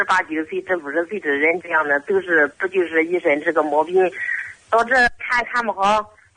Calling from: Anhui, China; 我是安徽的。

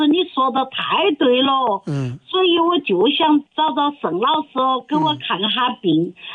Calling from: Guizhou, China; 我是贵州的呀。

